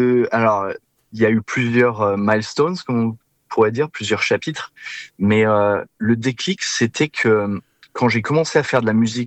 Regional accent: the Alps, France; moved away as an adult; now in Los Angeles, United States; je suis originaire des Alpes en France

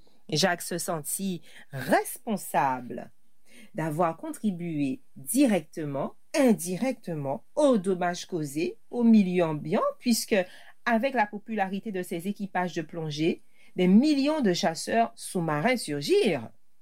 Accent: Pointe-Noire, Republic of the Congo; chez nous à Malendu, Pointe-Noire

